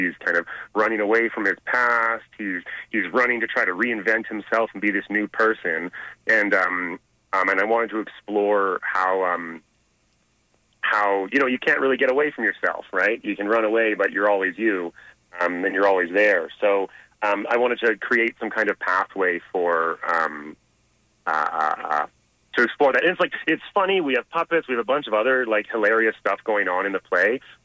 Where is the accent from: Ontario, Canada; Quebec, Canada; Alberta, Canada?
Alberta, Canada; Calgary; now in Yukon, Canada; because I'm originally from Calgary and I've been in the Yukon for about 8 years now.